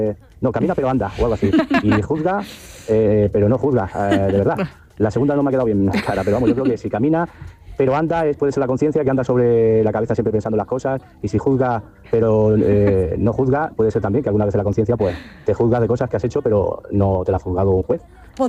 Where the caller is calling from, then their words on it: Talavera de la Reina, Castilla-La Mancha, Spain; de Talavera de la Reina